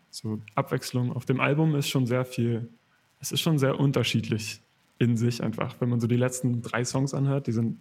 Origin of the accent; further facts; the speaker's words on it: Rostock, Mecklenburg-Vorpommern, Germany; now in Dresden, Germany; Ja, ich aus Rostock.